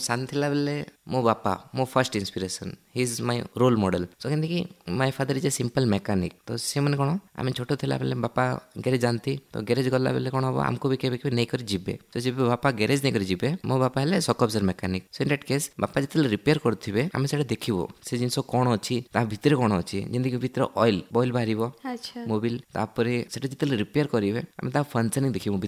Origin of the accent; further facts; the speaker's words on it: Bhawanipatna, Odisha, India; ଆଉ ମୁଁ ଭବାନୀପାଟଣାର pure local.